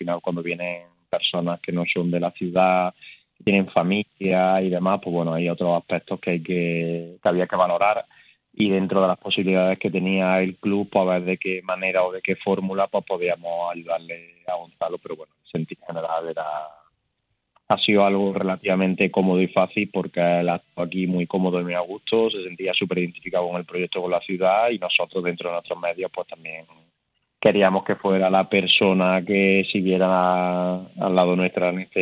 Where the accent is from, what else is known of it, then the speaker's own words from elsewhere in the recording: Andalusia, Spain; a nosotros como andaluces